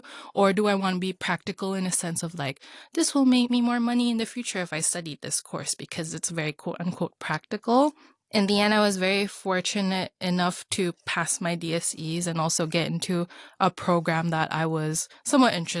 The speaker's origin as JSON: {"language": "English", "country": "Hong Kong", "tie": "born or raised there", "said": "I grew up here in Hong Kong. I was born and raised here"}